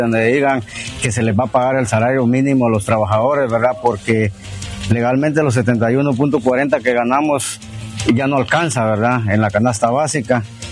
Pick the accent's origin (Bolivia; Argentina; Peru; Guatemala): Guatemala; Petén; nosotros los merecemos como guatemaltecos, porque realmente nosotros los peteneros tenemos una fortuna aquí en Petén